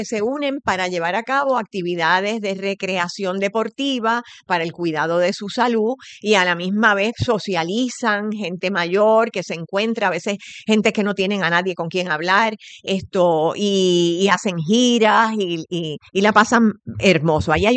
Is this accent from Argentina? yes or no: no; Río Piedras, San Juan, Puerto Rico; yo vengo de Río Piedras y hay gente que viene hasta de Trujillo Alto y van todos los días.